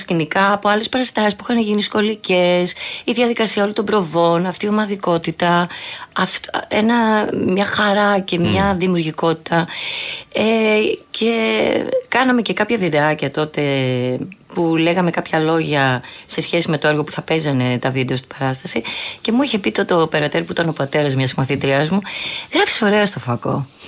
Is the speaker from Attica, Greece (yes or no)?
yes; Agioi Anargyroi, Attica, Greece; also born or lived in Boston, United States; Εγώ μεγάλωσα στους Αγίους Αναργύρους. Ναι. Έχω γεννηθεί εκτός Ελλάδας, έχω γεννηθεί Αμερική.